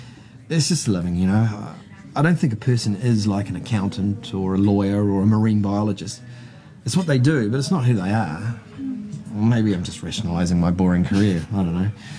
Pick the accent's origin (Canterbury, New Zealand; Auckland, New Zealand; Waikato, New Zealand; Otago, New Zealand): Auckland, New Zealand; now in Wellington, New Zealand; I moved here from Auckland and I just can't get used to the weather down here.